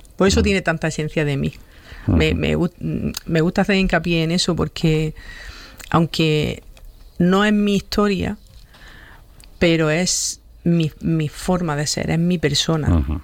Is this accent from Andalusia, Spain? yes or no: yes; Huércal de Almería, Andalusia, Spain; Me encanta que haya sido aquí en mi pueblo, es que no podía haber sido de otra forma, claro, en Huércal.